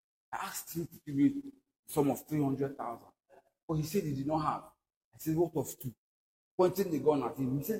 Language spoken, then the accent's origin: English; Abi, Cross River, Nigeria; From Abi, local government.